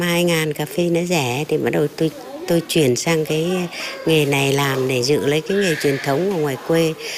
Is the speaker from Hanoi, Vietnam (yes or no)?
yes; Hanoi, Vietnam; moved away as an adult; ở quê hương tôi là có cái làng nghề truyền thống gọi là làng nghề Phú Vinh. Thì tôi vào đây năm 94